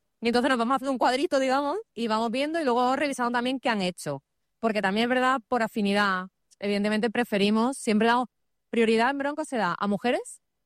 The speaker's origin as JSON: {"language": "Spanish", "town": "Seville", "region": "Andalusia", "country": "Spain", "said": "yo soy sevillana, pero..."}